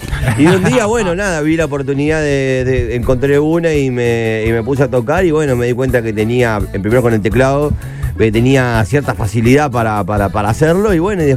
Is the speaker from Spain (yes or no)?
no; Buenos Aires, Argentina; siempre me cargan que soy más santafesino que de Buenos Aires